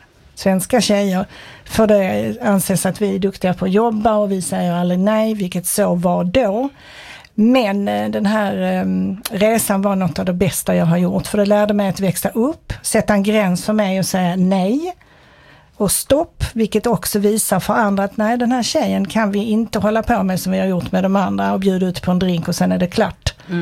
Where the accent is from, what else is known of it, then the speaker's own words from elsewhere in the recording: Sweden; born there; also born or lived in Switzerland; jag kom ju från Schweiz då, på min mammas sida så är min familj därifrån. Så när jag var 5 år då flyttade vi till Sverige på grund av mammas kärlek till sin nya man.